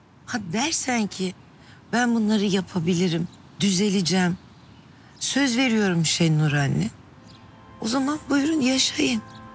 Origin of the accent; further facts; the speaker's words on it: Adana, Turkey; Ben Adanalıyım Gülben. Biz de kadın evi çekip çevirir.